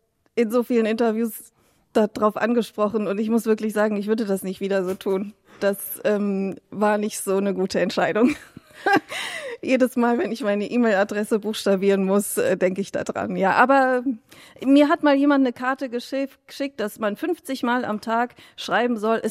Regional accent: Baden-Baden, Baden-Württemberg, Germany; moved away as an adult; also born or lived in Osnabrück; Ich bin in Baden-Baden aufgewachsen. Das ist wirklich eine Art goldener Käfig

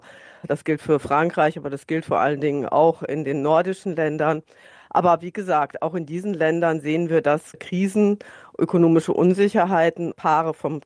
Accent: Berlin, Germany; ich komme aus Berlin

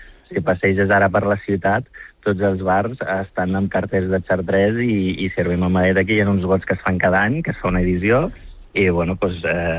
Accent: Morocco; now in Tarragona, Spain; perquè jo vinc del Marroc, soc amasí

